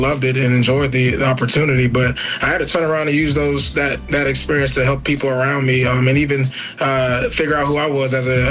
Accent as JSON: {"language": "English", "town": "Tallahassee", "region": "Florida", "country": "United States", "tie": "born or raised there", "said": "So I'm from Tallahassee, Florida, born and raised."}